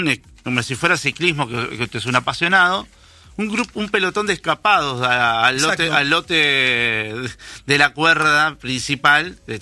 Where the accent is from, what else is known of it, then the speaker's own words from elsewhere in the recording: Argentina; Usted sabe que soy argentino, ¿no?